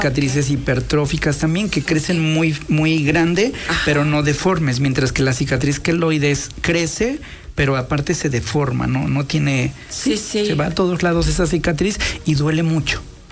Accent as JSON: {"language": "Spanish", "town": "Cuyoaco", "region": "Puebla", "country": "Mexico", "said": "que por cierto vengo de Porlibles, de la Sierra Norte de Puebla, soy del municipio de Cuyoaco, y buen"}